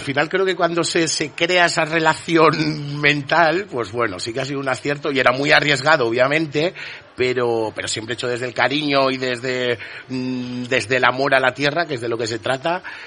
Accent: Toro, Castile and León, Spain; somos de Toro

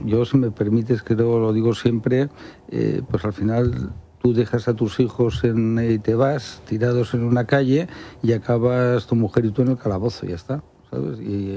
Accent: Morocco; y yo soy muy marroquí

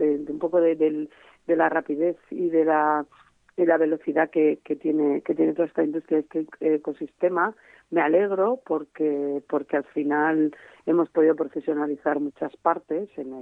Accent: Segorbe, Valencian Community, Spain; moved away as an adult; also born or lived in London; que yo soy de Segorbe, de Castellón

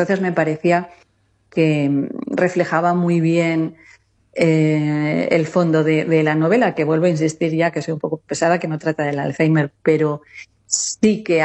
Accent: Quintana Redonda, Castile and León, Spain; el viernes estuvimos aquí en Soria, precisamente, en mi pueblo, en el pueblo de mi madre, Quintana Redonda, 500 habitantes censados

